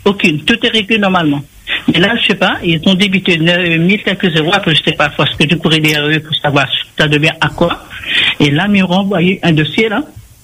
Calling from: Saint-Paul, Réunion; Moi, je viens de Saint-Paul.

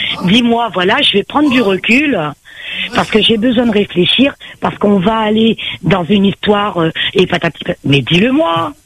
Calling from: Saint-Denis, Réunion; On habite à 20 minutes. Je suis sur Saint-Denis

